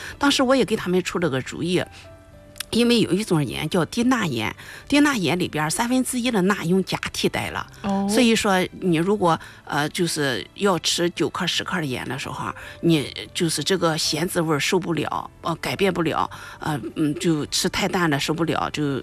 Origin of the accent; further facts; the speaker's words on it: Shandong, China; 你比如说我们山东人会喜欢吃酱是吧